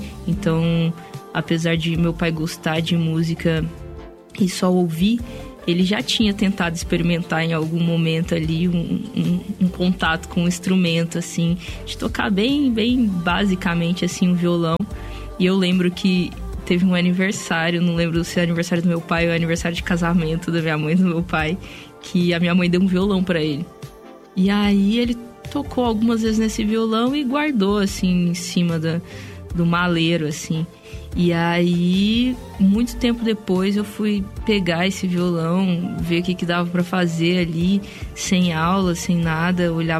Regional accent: Goiânia, Goiás, Brazil; Nascida e criada em Goiânia, fico muito feliz de estar numa rádio hoje falando na minha cidade.

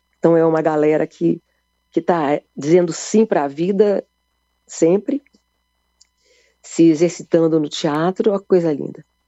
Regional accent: Minas Gerais, Brazil; Sou mineira, tá? Vou te dizer que eu sou mineira também.

